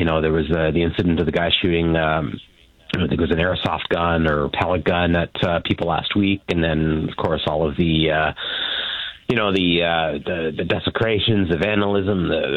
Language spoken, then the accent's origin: English; Brampton, Ontario, Canada; moved away as an adult; also born or lived in Toronto; now in Ottawa, Canada; I was born in Brampton, yeah. I was raised there. The city is part of me